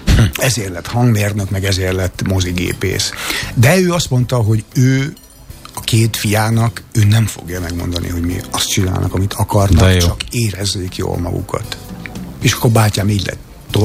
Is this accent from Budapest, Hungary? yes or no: no; Miskolc, Borsod-Abaúj-Zemplén, Hungary; És valami visszatart, vagy megmentett attól, hogy olyan saját szülővárosomban játszam.